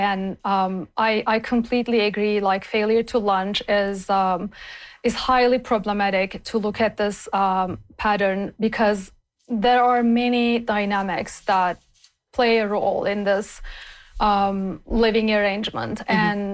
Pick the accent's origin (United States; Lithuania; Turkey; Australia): Turkey; now in Canada; Because I'm from Turkey and my brother lives at home. And if I was still living in Turkey, I would most likely be living at home too.